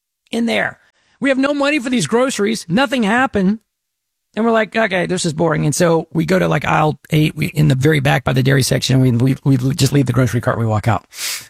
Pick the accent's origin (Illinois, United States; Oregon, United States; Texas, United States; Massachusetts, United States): Texas, United States; Dallas; I'm from Dallas. I grew up in Dallas, and back in Dallas, and again, I was late teenagers when this was hot.